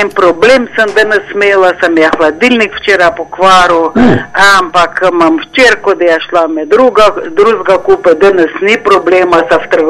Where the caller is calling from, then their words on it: Butoraj, Southeast Slovenia, Slovenia; smo prijatelji iz Butoraja.